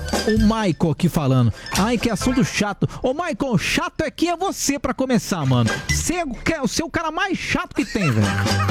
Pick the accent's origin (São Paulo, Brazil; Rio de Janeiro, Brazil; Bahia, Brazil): São Paulo, Brazil; Sorocaba; Cara, eu sou de Sorocaba, não vem com essa não, hein, cara?